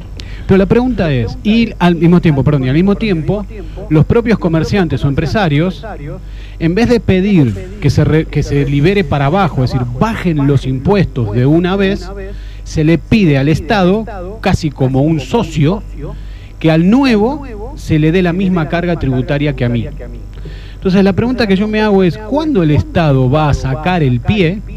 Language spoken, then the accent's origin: Spanish; San Martín de los Andes, Neuquén, Argentina; de San Martín de los Andes, que tiene un peso tributario alto.